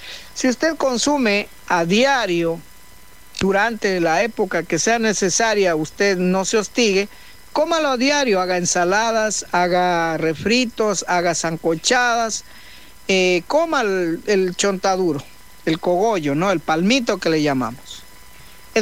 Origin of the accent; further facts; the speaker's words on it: Ecuador; fíjense cómo somos los ecuatorianos.